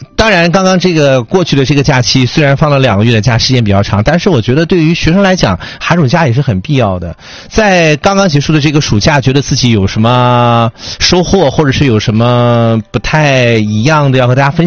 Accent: northern China, China; 因为咱们是北方人嘛，

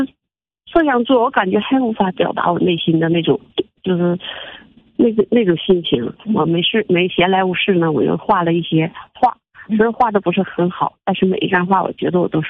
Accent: Jilin, China; 我们吉林人

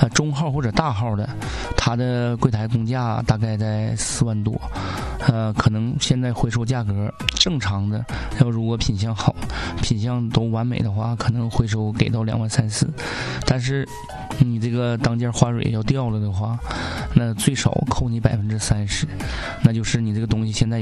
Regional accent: Northeast China, China; 用咱们东北话

